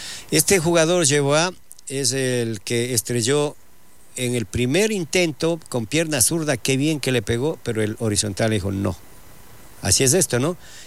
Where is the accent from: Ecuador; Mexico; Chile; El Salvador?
Ecuador; todos somos ecuatorianos